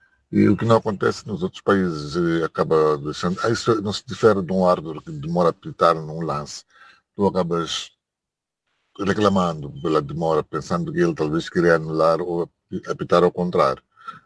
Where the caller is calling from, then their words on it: Mozambique; eu sou moçambicano, normalmente aqui no nosso país o anúncio dos resultados tem levado por aí 2 a 3 meses